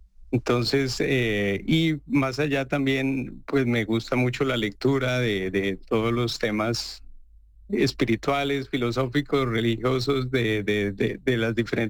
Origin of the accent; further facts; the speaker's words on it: Colombia; moved away as an adult; now in Thailand; la con la que yo crecí en Colombia, ¿no?